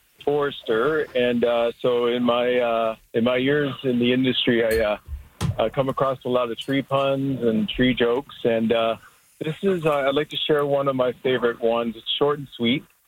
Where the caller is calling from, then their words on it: Montreal, Quebec, Canada; Just out on the outskirts of Montreal